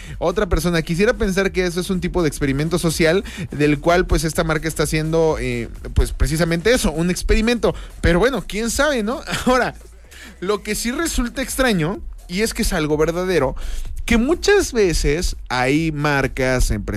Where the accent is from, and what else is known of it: Mexico